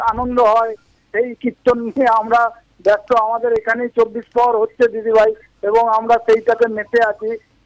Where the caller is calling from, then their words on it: Budbud, West Bengal, India; আমি পূর্ব বর্ধমান জেলার বুধবুর থেকে